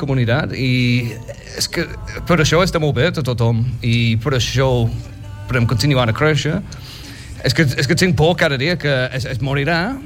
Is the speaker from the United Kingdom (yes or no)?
yes; Birmingham, West Midlands, United Kingdom; now in Girona, Spain; jo soc de Birmingham.